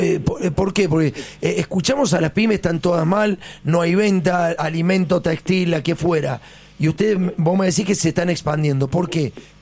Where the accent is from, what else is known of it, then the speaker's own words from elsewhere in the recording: Córdoba, Argentina; yo soy cordobés